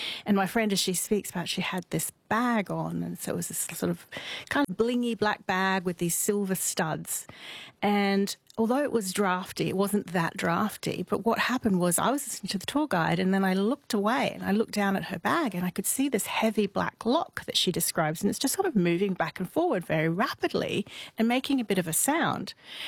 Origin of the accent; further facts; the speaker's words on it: Edinburgh, Scotland, United Kingdom; So I grew up in Edinburgh, which I consider the centre of the ghost world. So my childhood was full of, dark alley.